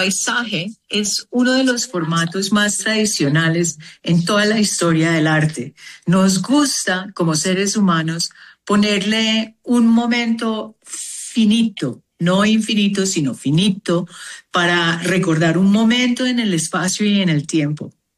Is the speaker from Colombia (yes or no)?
yes; Bogotá, Colombia; also born or lived in New York, United States; yo sé que yo soy mitad de Estados Unidos, mitad de Colombia, pero yo lo que me siento es bogotana neoyorquina.